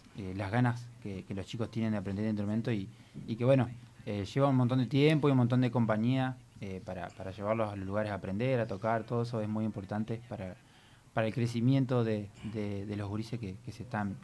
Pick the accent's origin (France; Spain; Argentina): Argentina; Victoria, Entre Ríos; Victoria somos un montón … ahí somos un montón de sobrinos, mis padres, mis hermanos